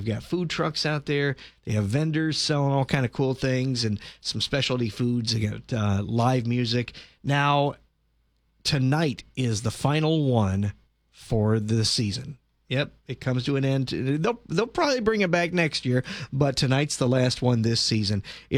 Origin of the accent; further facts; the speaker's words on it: Manteno, Illinois, United States; in my hometown of Manteno, they've been putting on the market at the square